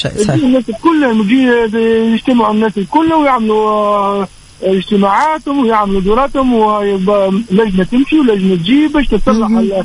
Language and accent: Arabic; Tunisia